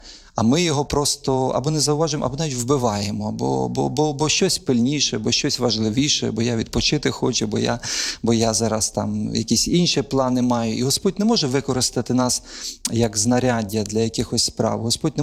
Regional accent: Vinnytsia Oblast, Ukraine; я з Вінниччини, а там нас багато дуже євреїв жило на той час, я з ними ріс

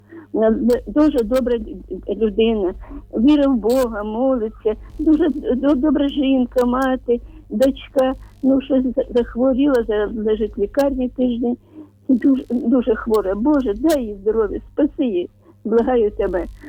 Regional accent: Zaporizhzhia, Zaporizhzhia Oblast, Ukraine; born there; особливо моя рідна Запоріжжя

